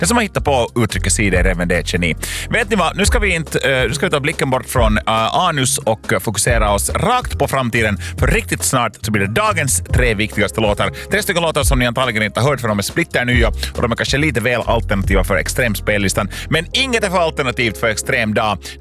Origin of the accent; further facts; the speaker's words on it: Uusimaa, Finland; jag som nylänning. Det enda som, österbottningarna hade att komma med vad gäller min dialekt var det att jag sa inga.